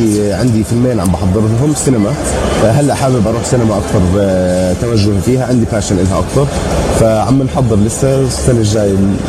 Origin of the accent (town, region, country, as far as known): Jordan; also born or lived in London